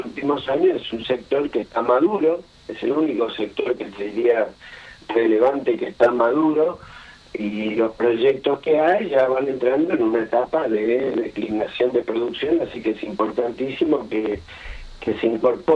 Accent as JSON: {"language": "Spanish", "country": "Argentina", "said": "como argentino, como ciudadano"}